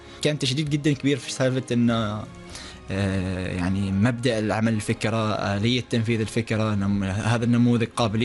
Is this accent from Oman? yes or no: yes; Oman; وكنا نحن ثلاثة عمانيين